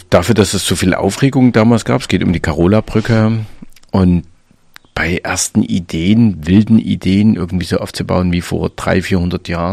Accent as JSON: {"language": "German", "town": "Dresden", "region": "Saxony", "country": "Germany", "said": "Ob man da noch mitentscheiden darf als Dresdner Bürger?"}